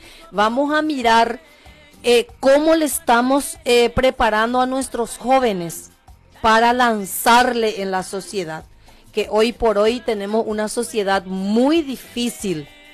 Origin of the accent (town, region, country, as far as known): Carapeguá, Paraguarí, Paraguay